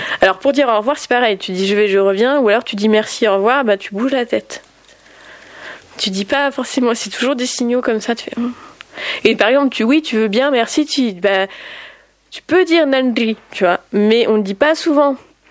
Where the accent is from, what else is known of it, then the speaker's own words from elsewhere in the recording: Auxerre, Bourgogne-Franche-Comté, France; Ouais, je suis née, j'ai grandi à Auxerre.